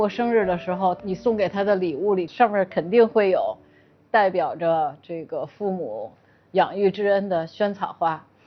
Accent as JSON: {"language": "Chinese", "country": "China", "said": "我们中国人有这么丰厚的遗产可以继承"}